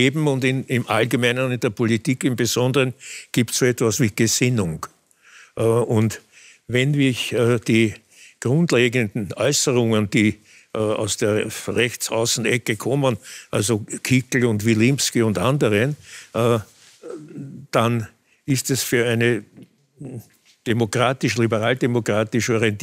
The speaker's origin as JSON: {"language": "German", "region": "Vienna", "country": "Austria", "tie": "born or raised there", "said": "Ich bin nicht in Hernals geboren, sondern meinem Familiennamen entsprechend in Favoriten. Und wir sind aber dann, die Familie, eben nach Hernals übersiedelt."}